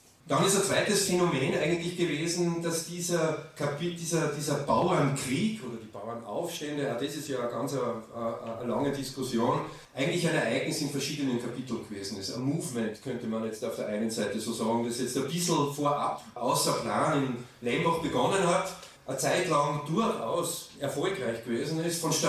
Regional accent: Aigen-Schlägl, Upper Austria, Austria; dass dort, wo ich herkomme, aus Eigenschlägel, Nebenerwerbsbauern sind

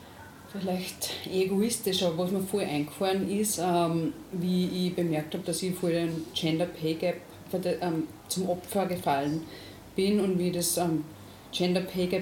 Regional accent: Upper Austria, Austria; moved away

